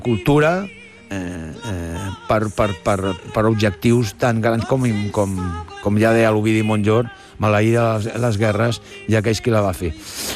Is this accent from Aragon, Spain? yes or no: no; Barcelona, Catalonia, Spain; born there; jo que sóc nascut a Hostafrans, que si tindrà l'avinguda Maria Cristina allà al costat